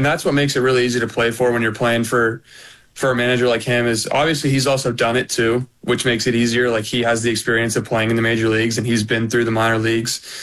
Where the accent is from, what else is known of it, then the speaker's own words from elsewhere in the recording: California, United States; moved away; I come from California, so I had no idea what to expect or anything like